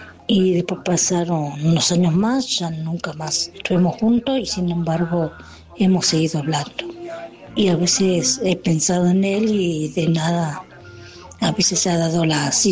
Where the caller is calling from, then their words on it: Ituzaingó, Buenos Aires Province, Argentina; de Ituzaingó